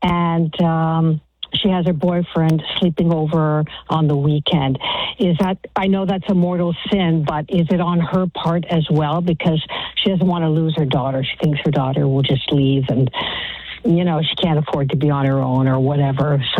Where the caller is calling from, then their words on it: Oakville, Ontario, Canada; I'm calling from Oakville, Ontario.